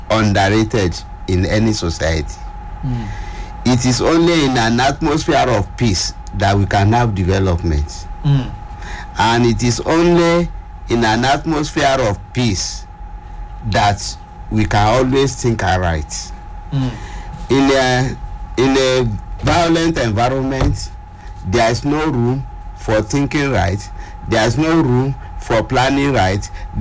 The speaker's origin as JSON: {"language": "English", "country": "Nigeria", "said": "I'm from Ofa, it's from Ijesha."}